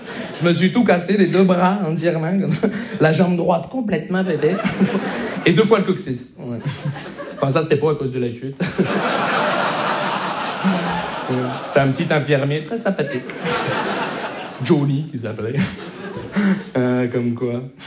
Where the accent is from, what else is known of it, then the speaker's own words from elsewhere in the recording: Montreal, Quebec, Canada; je viens de Montréal.